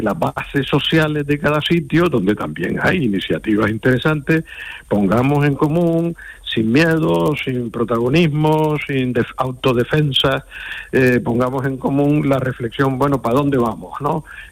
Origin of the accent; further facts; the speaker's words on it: Canary Islands, Spain; now in Granada, Spain; como habrá notado por el acento, yo no soy originario de ahí, yo soy originario de Canarias, pero ya llevo unos años entre Granada y Jerez